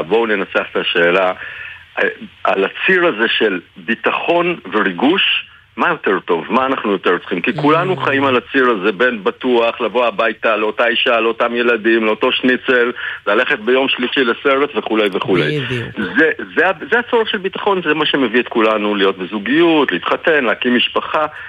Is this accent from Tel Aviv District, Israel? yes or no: no; Jerusalem, Jerusalem District, Israel; אני גדלתי בירושלים